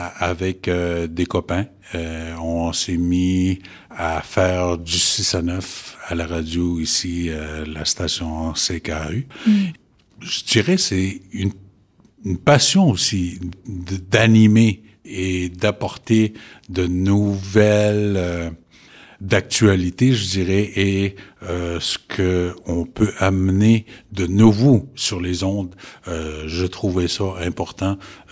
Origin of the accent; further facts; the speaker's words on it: Uashat mak Mani-utenam, Quebec, Canada; now in Matimekosh, Canada; Je suis originaire de Ouachat Makmaniotenam. Oui, je viens d'ici et j'ai déménagé à Matimekosh récemment, oui.